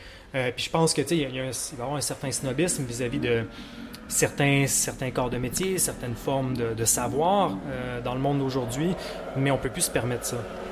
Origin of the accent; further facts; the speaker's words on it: Canada; les Premières Nations de soi-disant Canada, là d'où je viens